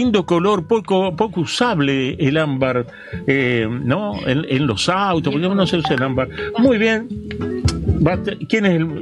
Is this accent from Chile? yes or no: no; Entre Ríos, Argentina; now in Buenos Aires, Argentina; En Entel, cuando vine de Entre Ríos aquí a Buenos Aires, entré a trabajar en la empresa Entel, en Ciudadela